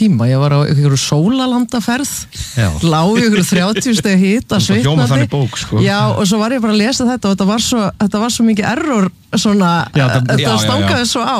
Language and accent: Icelandic; Sweden; Ég með dólst upp í Svíþjóð að hluta til og þar var í bókaklúbi sem var bara hestabækur af því ég var í hestamönsku því ég bjóð þar.